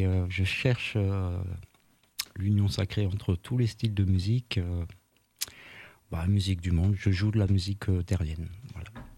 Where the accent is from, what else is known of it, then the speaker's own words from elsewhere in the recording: Argenteuil, Île-de-France, France; born there; je suis né à Argenteuil, en banlieue nord-ouest, Val d'Oise.